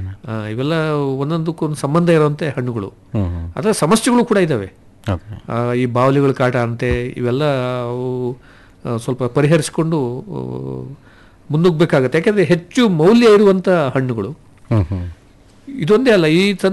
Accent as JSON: {"language": "Kannada", "area": "Kodagu district", "region": "Karnataka", "country": "India", "said": "ನಾವು ಕೊಡಗು ಜಿಲ್ಲೆಯವರು."}